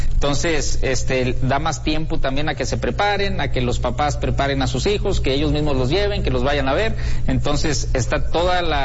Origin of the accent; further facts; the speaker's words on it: Sabinas, Coahuila, Mexico; yo soy de Sabinas.